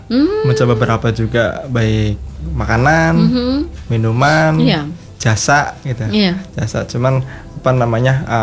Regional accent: Cilacap, Central Java, Indonesia; Jadi kalau saya memang aslinya dari Kabupaten Cilacap.

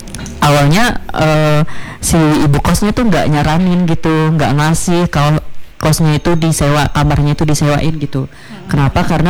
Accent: Central Kalimantan, Indonesia; moved away as an adult; saya itu asalnya dari Barito Utara, mahasiswa perantau gitu ya.

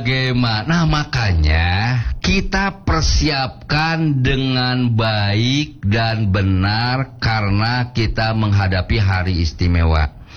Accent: Subang, West Java, Indonesia; also born or lived in Bandung; Dulu saya waktu SMP sekolah di Subang, Pak Kasmo di Kecamatan Jalan Cagak, di SMP Jalan Cagak. Karena orang tua saya pada saat itu bekerja di perkebunan Ciater.

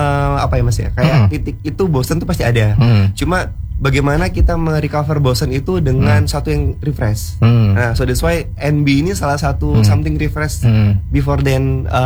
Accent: Surabaya, East Java, Indonesia; Sebenarnya kalau National itu kita juga berasal dari Indonesia, dari Surabaya.

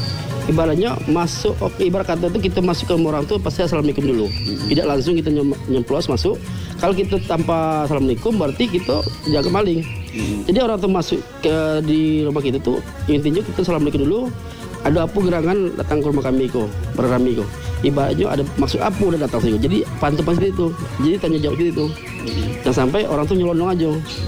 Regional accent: Bengkulu, Indonesia; Harusnya kita orang Bengkulu lebih mencintai dulu daripada orang lain

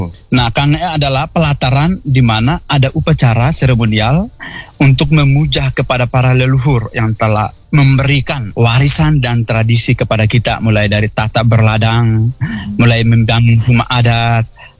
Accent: East Nusa Tenggara, Indonesia; Masyarakat adat dan budaya suku Lio teristimewa kami orang Wulogai.

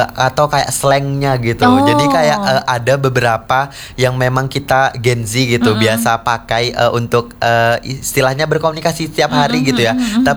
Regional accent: Jember, East Java, Indonesia; Nah kalau saya sendiri sih alhamdulillahnya Jember ya kak.

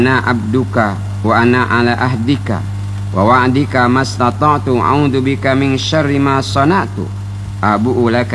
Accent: Bangka Belitung Islands, Indonesia; Kata kita orang Bangka

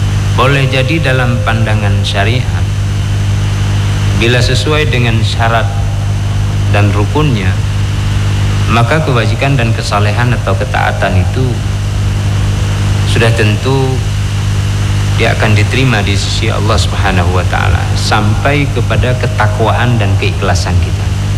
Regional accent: Aceh, Indonesia; bahasa kita orang Aceh memang pala kita

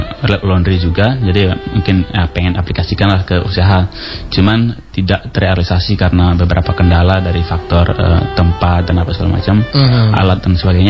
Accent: Kupang, East Nusa Tenggara, Indonesia; kita orang Kupang

